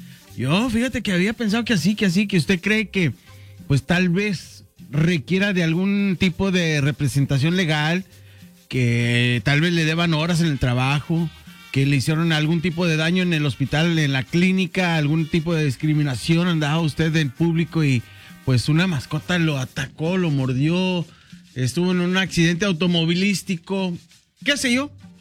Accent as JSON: {"language": "Spanish", "region": "Texas", "country": "United States", "tie": "born or raised there", "moved": "yes", "said": "allá en el estado de Texas, de donde soy originario, donde está mi familia."}